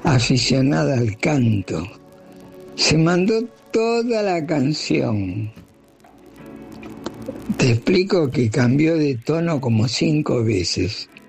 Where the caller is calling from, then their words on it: Buenos Aires, Argentina; de Devoto.